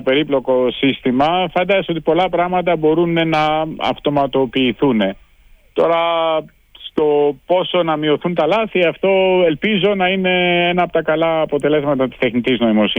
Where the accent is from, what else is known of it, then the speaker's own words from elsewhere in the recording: Gytheio, Peloponnese, Greece; moved away as an adult; also born or lived in Switzerland; now in United States; Πρώτα τελείωσα στο γυμνάσιο και στο λύκειο στο Γήθιο.